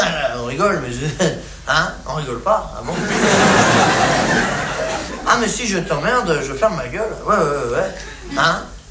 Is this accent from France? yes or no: yes; France; Les français, c'est des cons, oui, ben je suis bien placé, hein, je suis français.